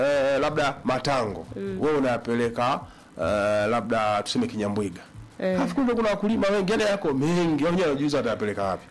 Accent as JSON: {"language": "Swahili", "region": "Dodoma", "country": "Tanzania", "said": "mimi natokea Dodoma, mimi niko hapa kikazi na nini"}